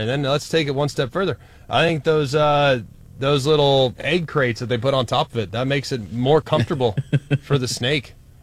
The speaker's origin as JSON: {"language": "English", "region": "Texas", "country": "United States", "said": "I'm from Texas."}